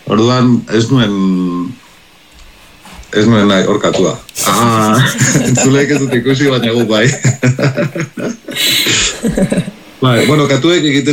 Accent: Basque Country, Spain; ze azkenean, pues, ni Euskal Herrikoa naiz, orduan nahi gabe ere, ba, jakina, ba, irriste egiten dizu euskalkeri batek, edo.

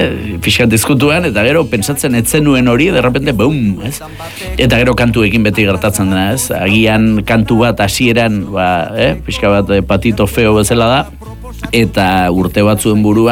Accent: Errenteria, Basque Country, Spain; born there; ni Santa Clara kalean sortu nintzen Errenterian

